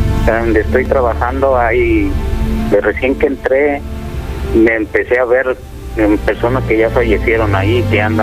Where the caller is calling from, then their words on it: Tlaquepaque, Jalisco, Mexico; Aquí de San Pedrito.